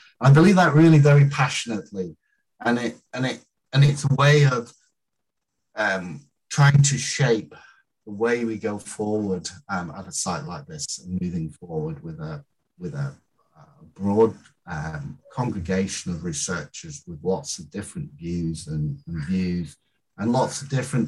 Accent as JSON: {"language": "English", "country": "United Kingdom", "said": "I'm British through and through"}